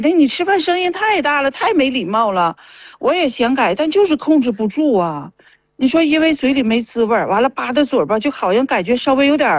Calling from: Changchun, Jilin, China; 今年是67，我家是长春的。

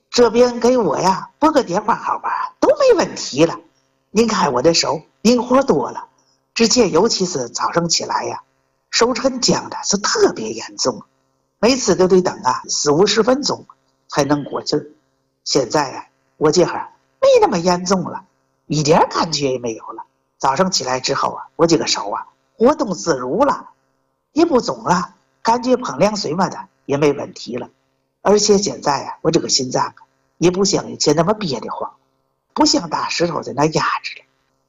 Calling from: Tianjin, China; 我是天津的。

